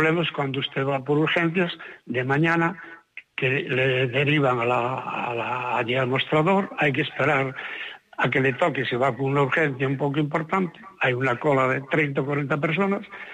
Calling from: Vilagarcía de Arousa, Galicia, Spain; Llamo desde Villagarcía.

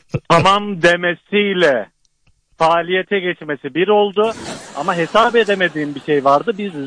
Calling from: Istanbul, Turkey; ben İstanbul'dan arıyorum.

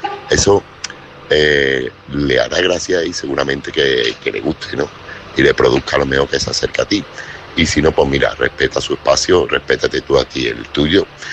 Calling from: Seville, Andalusia, Spain; corresponsal de Sevilla.

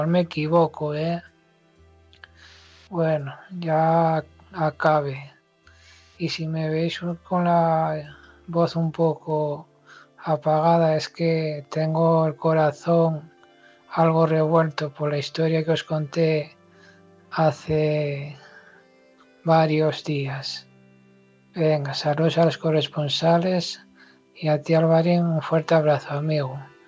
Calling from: Asturias, Spain; desde Asturias.

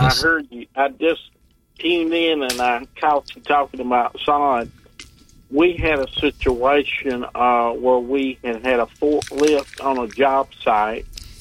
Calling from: Saluda, South Carolina, United States; our store here in Saluda at Crouch Hardware and Farm Supply.

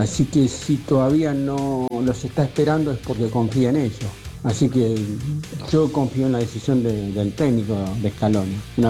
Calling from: Quilmes, Buenos Aires Province, Argentina; Hola Dani … soy de Quilmes

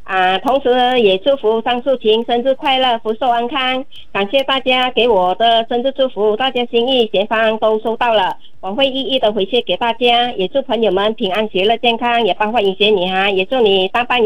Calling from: Singapore

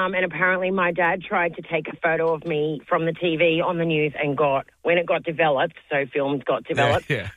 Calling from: Blue Haven, New South Wales, Australia; I'm at work in Sydney, but I live at Blue Haven.

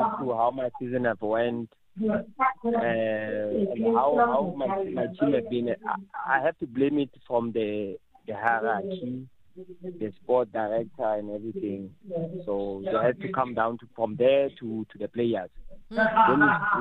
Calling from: South Africa; if I was not being a South African

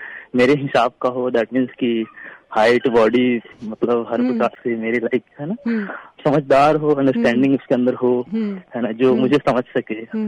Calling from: Bihar, India; मैं बिहार से बिलोंग करता हूँ

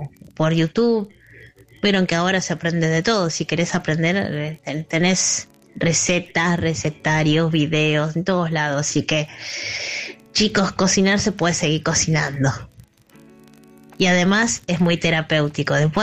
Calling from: Caballito, Buenos Aires, Argentina

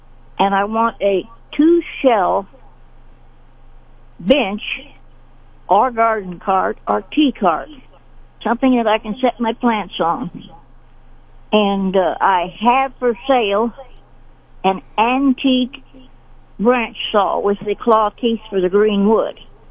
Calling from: Sedalia, Missouri, United States; I'm calling from Sedalia

